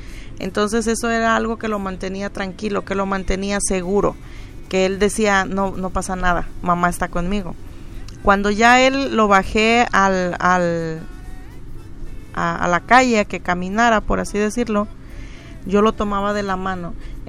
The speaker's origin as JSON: {"language": "Spanish", "region": "Chiapas", "country": "Mexico", "moved": "yes", "said": "soy una migrante. Soy del estado de Chiapas."}